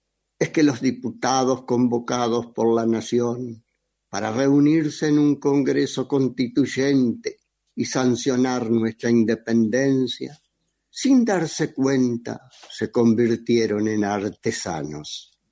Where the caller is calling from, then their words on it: Caseros, Entre Ríos, Argentina; en mi pueblo, en Caseros